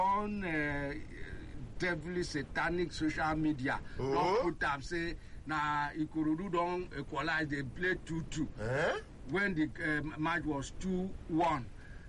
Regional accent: Akwa Ibom, Nigeria; When I say Ibom, you should know that na Akwa Ibom now. And I'm from Akwa Ibom.

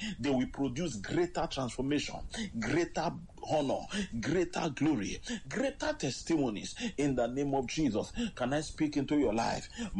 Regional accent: Nigeria; I'm from Nigeria

